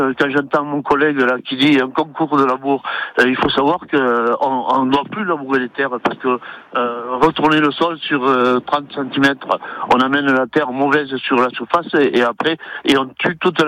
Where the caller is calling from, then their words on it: Occitanie, France; Je viens du Lot